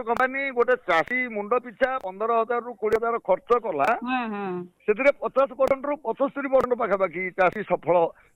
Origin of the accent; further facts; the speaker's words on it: Bandha Gochha, Odisha, India; ଆମ ଗାଁ ହଉଛି ବନ୍ଧା ଗୋଛା।